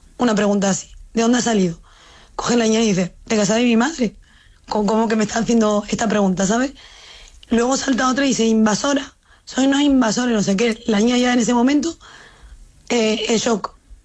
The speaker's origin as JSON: {"language": "Spanish", "country": "Spain", "said": "Como si yo soy española, a mí porque esta gente me está diciendo esto."}